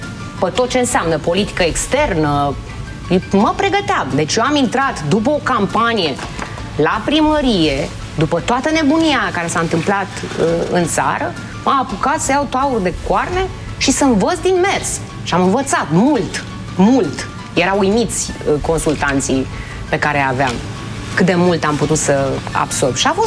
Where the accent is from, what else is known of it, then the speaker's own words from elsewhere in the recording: Romania; Sunt o româncă, îmi iubesc țara asta